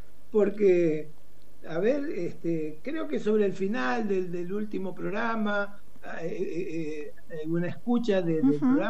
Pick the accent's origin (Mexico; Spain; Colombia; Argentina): Argentina; lo que somos los argentinos, los latinoamericanos